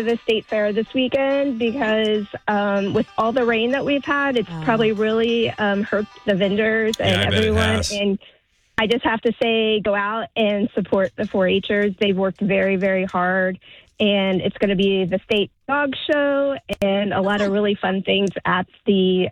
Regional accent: Martinsville, Indiana, United States; now in Indianapolis, United States; I'm from, I live in Indianapolis right now, but I'm originally from Morgan County, down in Martinsville.

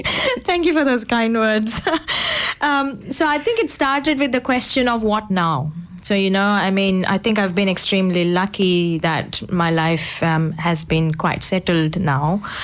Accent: India; now in Adelaide, Australia; being an Indian and a Hindu

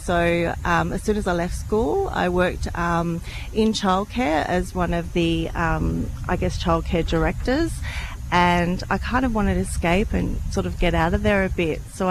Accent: Canberra, Australian Capital Territory, Australia; also born or lived in Sydney; So I grew up in Canberra, Ngunnawal country.

